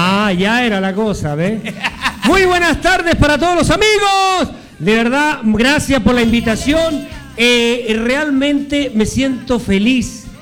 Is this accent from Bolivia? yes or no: yes; Bolivia; born there; also born or lived in Chile; 50% de chileno y 50% de boliviano. Porque nací en Chile, pero me crié en Bolivia. Yo llegué de 10 años acá.